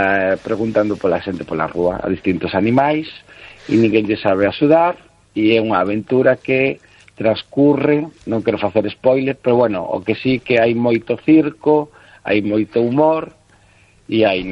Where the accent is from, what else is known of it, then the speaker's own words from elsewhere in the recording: Cangas, Galicia, Spain; son contos de mujeres de Morrazo, que donde son eu, de Cangas.